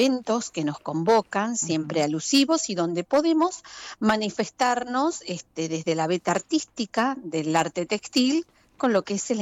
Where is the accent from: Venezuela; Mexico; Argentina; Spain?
Argentina; Tandil, Buenos Aires Province; now in La Plata, Argentina; Bueno, yo soy tandilense, pero desde hace muchos años resido en la ciudad de La Plata.